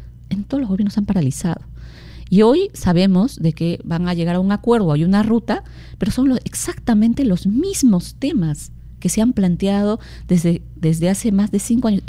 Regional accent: Cusco, Peru; Yo soy cusqueña, he vivido 10 años en comunidades

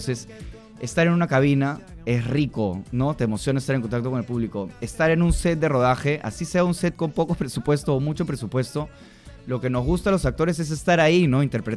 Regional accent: Peru

